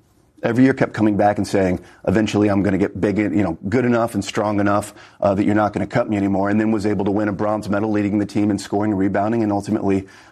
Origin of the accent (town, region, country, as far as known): Council Bluffs, Iowa, United States; born or raised there